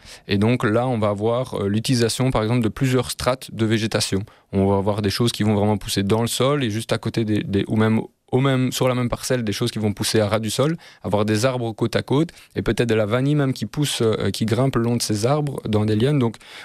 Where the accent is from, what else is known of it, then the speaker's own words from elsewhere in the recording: Brussels, Brussels-Capital Region, Belgium; moi je suis issu de Bruxelles